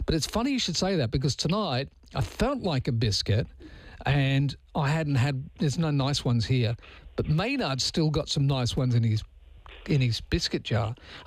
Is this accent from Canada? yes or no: no; Australia; Because and we're only asking that because we're Aussies.